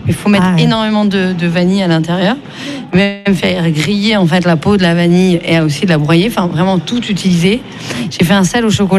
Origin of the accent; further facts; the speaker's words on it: Tours, Centre-Val de Loire, France; moved away as an adult; now in Narbonne area, France; je suis de Tours, hein, ça fait 18 ans que j'habite ici